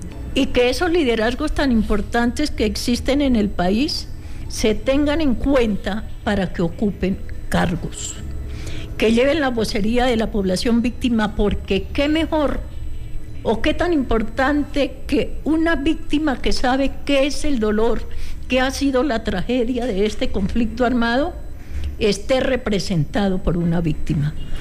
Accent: Boyacá, Colombia; Hablamos de Boyacá, hablamos de nuestro territorio

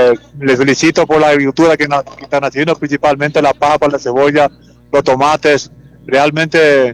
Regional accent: Paraguay

